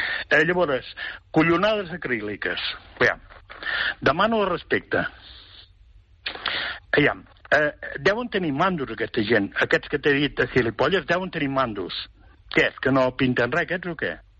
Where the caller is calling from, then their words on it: Llers, Catalonia, Spain; de Llers.